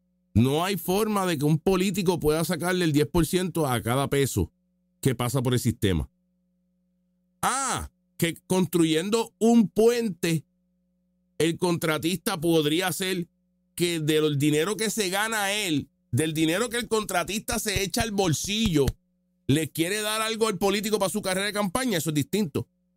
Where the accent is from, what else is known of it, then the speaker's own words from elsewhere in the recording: Puerto Rico; Nosotros somos una isla caribeña americana. ¿Sabes? Somos 3 millones de ciudadanos americanos aquí.